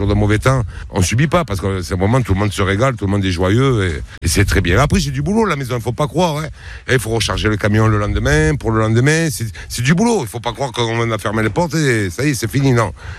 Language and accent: French; La Seyne-sur-Mer, Provence-Alpes-Côte d'Azur, France; also born or lived in Toulon; Ouais, je suis né à Toulon et j'ai grandi à La Seyne-sur-Mer avec mes parents.